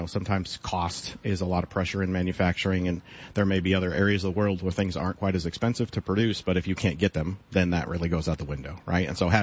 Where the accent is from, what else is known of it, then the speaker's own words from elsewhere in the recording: Champaign, Illinois, United States; I grew up in the Midwest. I grew up in Champaign.